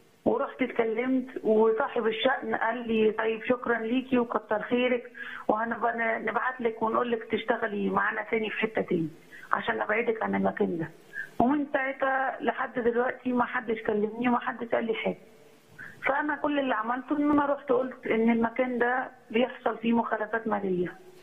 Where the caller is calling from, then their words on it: Cairo, Cairo Governorate, Egypt; انا من القاهره. بنتكلم من القاهره.